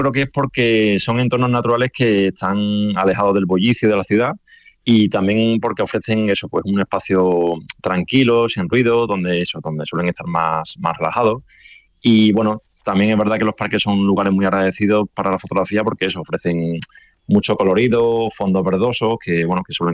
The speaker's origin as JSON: {"language": "Spanish", "town": "Seville", "region": "Andalusia", "country": "Spain", "said": "yo soy de Sevilla"}